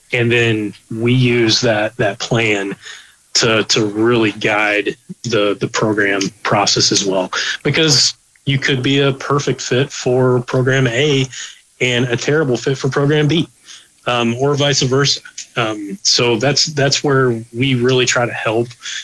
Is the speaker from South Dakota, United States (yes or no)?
no; Texas, United States; moved away as an adult; now in Alaska, United States; I'm from Texas.